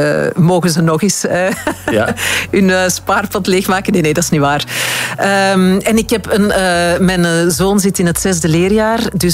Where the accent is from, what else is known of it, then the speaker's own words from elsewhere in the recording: Antwerp, Flanders, Belgium; now in Limburg, Belgium; Ik ben van Antwerpen, dus ik doe twee keer moederdag.